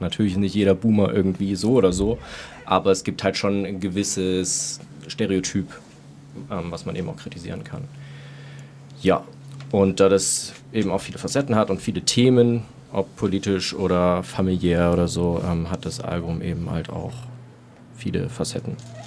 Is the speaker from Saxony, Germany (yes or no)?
yes; Plauen, Saxony, Germany; Vor allem eben halt gerade noch in meiner Heimatstadt in Plauen. Das liegt in Sachsen